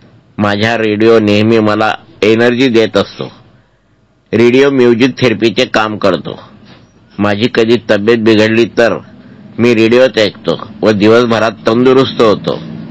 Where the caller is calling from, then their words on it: Bahadarpur, Maharashtra, India; रथ चौक, बहादरपूर, जिल्हा जळगाव.